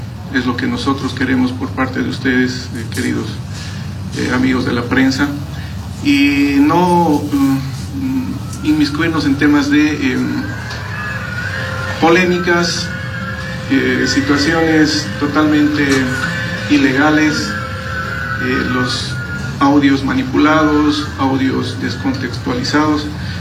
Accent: Bolivia; todos como bolivianos

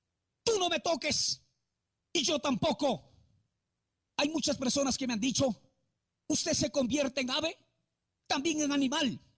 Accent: Penachí, Lambayeque, Peru; soy de Salas Penachí.

